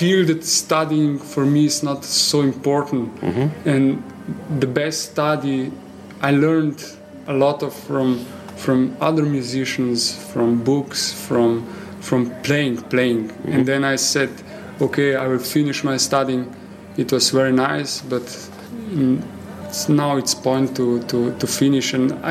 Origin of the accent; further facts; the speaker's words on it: Slovenske Konjice, Slovenia; moved away; also born or lived in Maribor / Trossingen, Germany; I came from Slovenské Konice, and Maribor is the nearest music gymnasium for accordion.